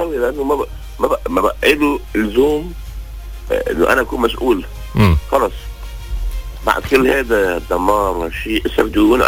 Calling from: North Governorate, Lebanon; من الشمال.

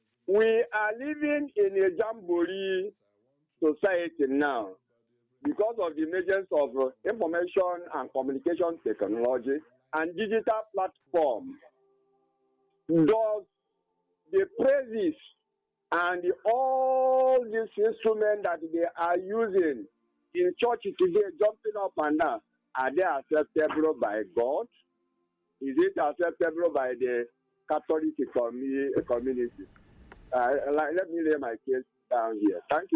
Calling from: Nigeria; I'm calling from Isoko, my name is a local government here of Akwa State.

